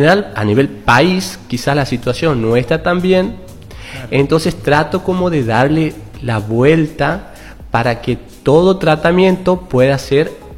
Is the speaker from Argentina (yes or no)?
yes; Clodomira, Santiago del Estero, Argentina; Yo soy de Clodomira, ¿no?